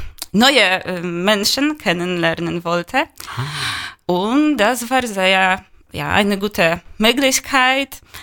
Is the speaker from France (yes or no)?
no; Poland; now in Germany; Ich komme aus Polen. Ich bin in Deutschland seit 2,5 Jahren.